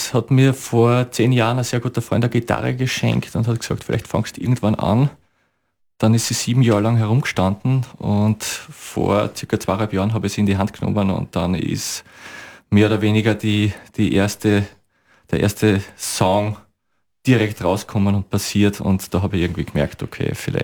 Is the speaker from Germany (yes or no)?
no; Bad Aussee, Styria, Austria; born there; also born or lived in Liezen / Enns valley; now in Salzburg, Austria; Ja, ich bin geboren in Bad Aussee ursprünglich und meine Mutter kommt aus Gröbming.